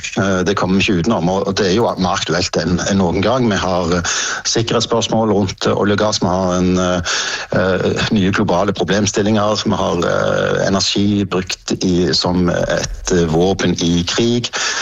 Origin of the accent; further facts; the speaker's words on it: Western Norway, Norway; og vi er fra Vestlandet, og vi liker verdiskaping og skape nye ting, og det blir litt vår profil her borte.